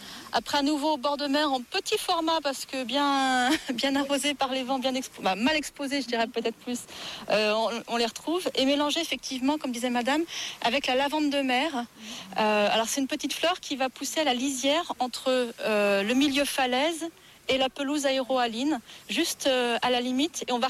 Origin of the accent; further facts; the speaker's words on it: Pornichet, Pays de la Loire, France; now in Belle-Île-en-Mer, France; Je viens du côté de Pornichet, un peu plus urbanisé qu'ici.